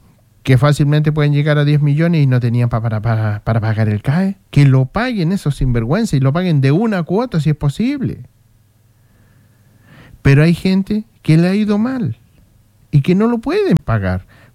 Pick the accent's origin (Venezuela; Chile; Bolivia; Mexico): Chile; lo que nosotros veíamos como chilenos, la desigualdad, siendo nosotros nativos de esta patria